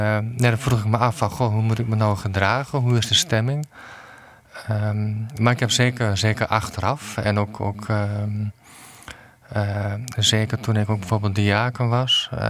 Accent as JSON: {"language": "Dutch", "region": "Overijssel", "country": "Netherlands", "tie": "born or raised there", "said": "Ik ben geboren en getogen in Twente. En dus mijn achternaam is ook een echt typisch Twentse naam."}